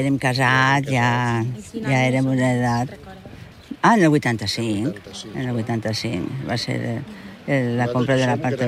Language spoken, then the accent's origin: Catalan; Alcoy, Valencian Community, Spain; Som d'Alcoi i portem pues, més de 40 anys que tenim apartament